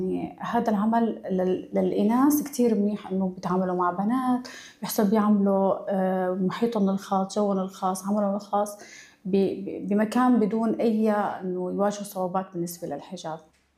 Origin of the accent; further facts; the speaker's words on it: Syria; moved away as an adult; now in Berlin, Germany; من سوريا، صاحبة مركز أكاديمية غالية للتجميل ببرلين. وصلت على ألمانيا بال 2015 وبلشت باللغة